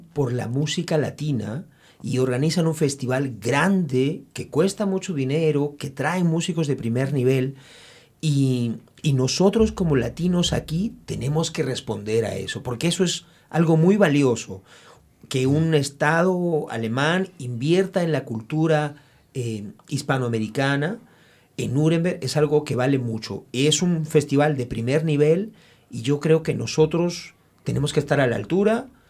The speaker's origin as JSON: {"language": "German", "region": "Arequipa", "country": "Peru", "second_language": "German", "moved": "yes", "said": "Yo vengo del sur del Perú. Ich komme aus Arequipa, im Sud, in Perú."}